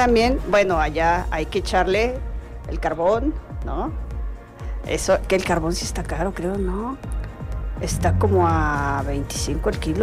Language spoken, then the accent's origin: Spanish; Tehuacán, Puebla, Mexico; aquí somos eloteros desde siempre, bueno, somos la cuna del maíz